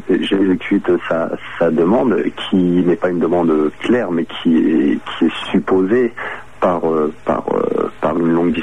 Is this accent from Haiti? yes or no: no; Paris, Île-de-France, France; moved away as an adult; now in Nice, France; j'étais à Paris pendant toute ma vie, hein, donc je suis à Nice actuellement.